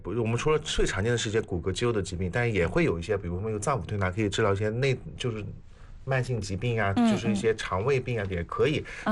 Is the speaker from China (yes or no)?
yes; China; 我们中国人